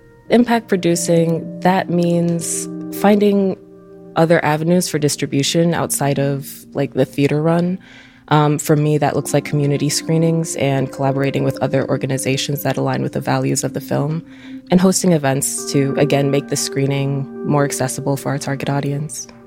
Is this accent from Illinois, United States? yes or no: yes; Oak Park, Illinois, United States; now in Chicago, United States; I grew up in Oak Park. Right now I'm living in Rogers Park, and I've been in Chicago for the past 4 years.